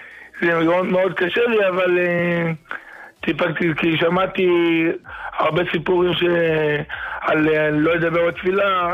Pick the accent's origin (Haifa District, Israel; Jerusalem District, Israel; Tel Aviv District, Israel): Tel Aviv District, Israel; Bnei Brak; מבני ברק המנגן. כלום על הגבול.